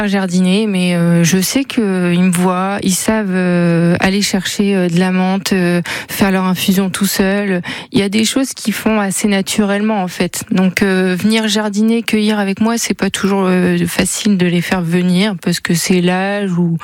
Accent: Maromme, Normandy, France; born there; also born or lived in Saint-Jean-du-Cardonnay; L'école, on était sur Marome.

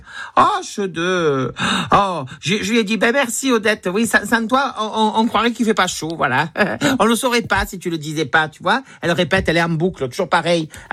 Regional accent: Provence-Alpes-Côte d'Azur, France; Qu'est-ce qu'on n'utilise pas du beurre, nous. On est provençal. On met de l'huile d'olive.

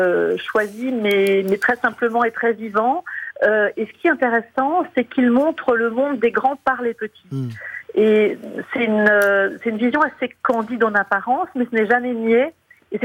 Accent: France

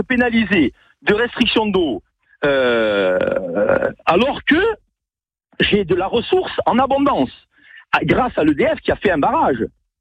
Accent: Tolla, Corsica, France; moi, je suis de Tol. Oui. Originaire du village de Tol. Je ne sais pas si vous connaissez le barrage de Tol.

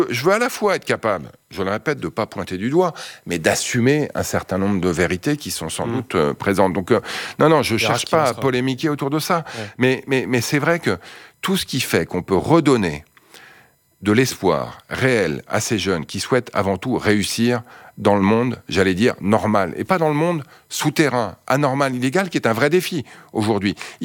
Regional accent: Montreuil, Île-de-France, France; moved away; Et moi, j'ai grandi à Montreuil, dans le 93, en Seine-Saint-Denis, dans un HLM. Et c'est vrai que c'est à la fois un territoire auquel je suis resté très attaché, j'y retourne régulièrement

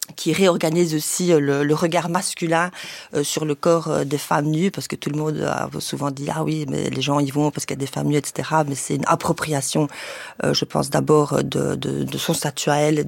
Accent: Luxembourg; moved away as an adult; also born or lived in Brussels, Belgium; Disons, oui, je suis née à Bruxelles, d'une mère espagnole, d'un père belge. Ensuite, j'ai grandi au Grand-Duché de Luxembourg et j'ai vécu jusqu'à mes 18 ans.

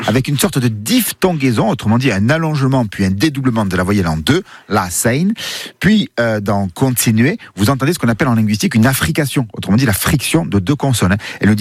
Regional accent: Provence-Alpes-Côte d'Azur, France; accent: Provençal and Marseille; il y a une proximité étonnante avec notre accent provençal et marseillais.

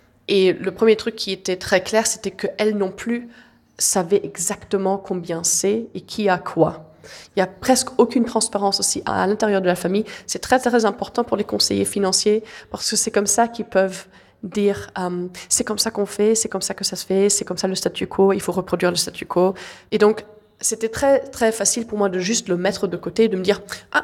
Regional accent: Vienna, Austria; J'ai 33 ans, j'habite à Vienne, j'ai toujours habité à Vienne

